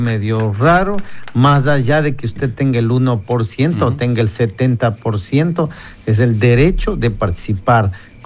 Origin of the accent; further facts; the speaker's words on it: Sierra, Ecuador; born there; Soy ecuatoriano, nacido en suelo ecuatoriano